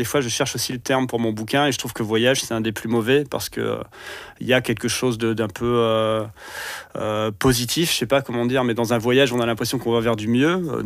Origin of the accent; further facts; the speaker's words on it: France; now in Belgium; moi je suis français à la base, je suis installé en Belgique depuis une quinzaine d'années.